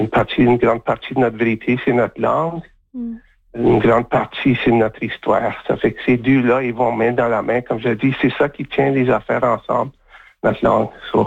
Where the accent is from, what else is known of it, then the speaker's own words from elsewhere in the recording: Saint-Laurent, Manitoba, Canada; first language French; also born or lived in Saint-Ambroise, Manitoba; Mon père était Métchif. Et puis, j'ai grandi dans... Ben, je suis né à Saint-Ambroise, c'est le lac Manitoba. Puis alors, je pense que j'avais 4 ans, on a déménagé à Saint-Laurent, sur le lac Manitoba aussi.